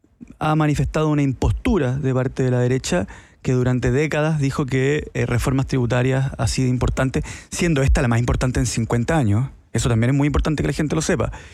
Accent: Chile; No, me refiero a que como chileno, el argentino es tu hermano.

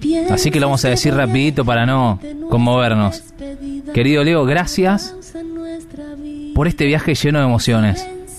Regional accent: Rosario, Santa Fe, Argentina; se nos infla realmente el pecho y el alma como rosarinos.

